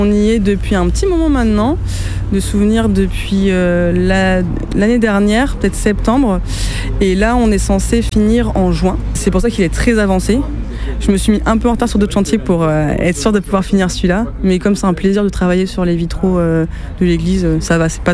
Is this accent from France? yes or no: yes; Nouvelle-Aquitaine, France; on rayonne plus en Dordogne parce que c'est notre coin, vu qu'on est du Nontronné.